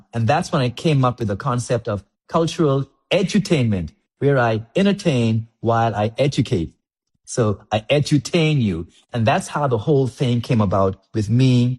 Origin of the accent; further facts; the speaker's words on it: Cockburn Town, Turks & Caicos Islands; as a boy growing up in Grand Turk